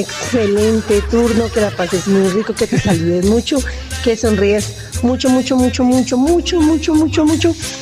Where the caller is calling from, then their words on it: Madrid, Cundinamarca, Colombia; reportando sintonía desde Madrid, Cundinamarca.